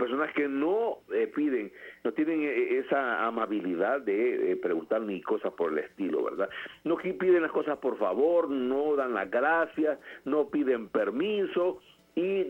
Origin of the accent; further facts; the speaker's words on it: Guarizama, Olancho, Honduras; Yo soy de Guarizama, entonces yo allá los de Guarizama somos así, pues no precisamente, ¿verdad?